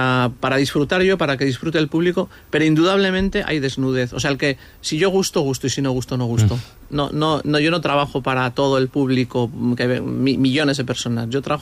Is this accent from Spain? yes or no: yes; San Sebastián, Basque Country, Spain; soy un chico de Donosti vasco, de nuestra cultura, y al final siempre me puedo apoyar ahí. O sea, ante la duda yo puedo hablar de nuestras locuras de Donosti, de ser guipuzcoano, de lo diferente que es ser de Bilbao y ser de Donosti, de ser vasco